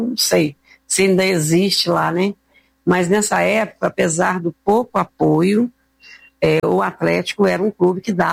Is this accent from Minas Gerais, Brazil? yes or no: yes; Piedade do Rio Grande, Minas Gerais, Brazil; also born or lived in Belo Horizonte; Eu saí de Piedade, do Rio Grande, vim para Belo Horizonte para jogar futebol.